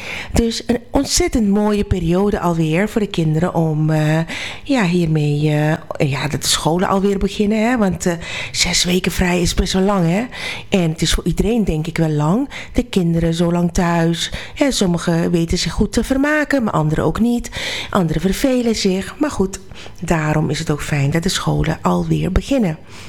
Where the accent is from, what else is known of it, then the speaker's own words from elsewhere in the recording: Suriname; moved away; toen ik opgroeide in Suriname